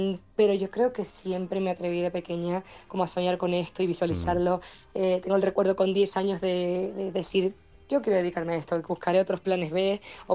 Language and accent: Spanish; Canary Islands, Spain